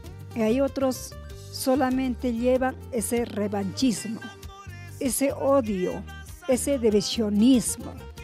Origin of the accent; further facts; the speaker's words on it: Ayacucho, Peru; Me siento orgullosa de ser peruana, ayacuchana y bien sangre huamanguina para expresarlo, mi lengua materna.